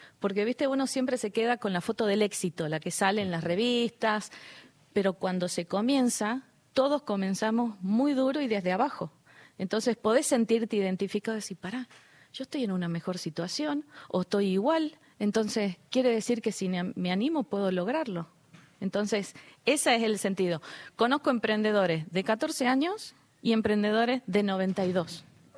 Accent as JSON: {"language": "Spanish", "region": "Jujuy", "country": "Argentina", "said": "pues yo soy de Jujuy"}